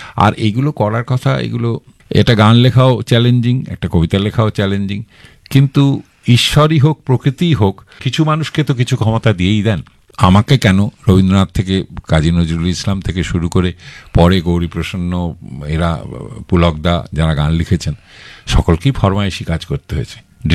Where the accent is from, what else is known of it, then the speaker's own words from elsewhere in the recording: Bhatpara, West Bengal, India; moved away as an adult; now in Kolkata, India; ওই যে ভাটপাড়ায় থেকে আমি বড় হয়েছি, আমার মা ছিলেন, কাকা ছিলেন, তাদের কাছেই বড় হয়েছি আমি, আমার পরিবারও ওখানে